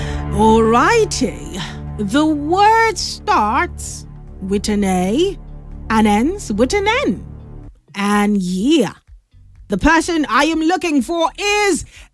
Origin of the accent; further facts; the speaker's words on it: Nigeria; let Nigerians have our moment